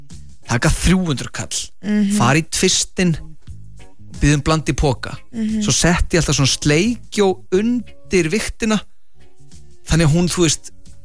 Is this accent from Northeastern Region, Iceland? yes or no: no; Vestmannaeyjar, Southern Region, Iceland; Ég er frá Vestmannum og fekk að skipta reykja ykkur ángir sem það kom tímabil.